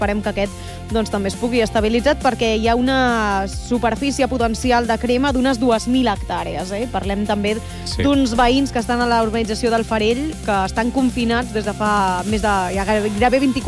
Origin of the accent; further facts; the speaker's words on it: Caldes de Montbui, Catalonia, Spain; En el meu cas, doncs, soc de Caldes de Montbui, al costat de l'incendi que es va declarar a Sentmenat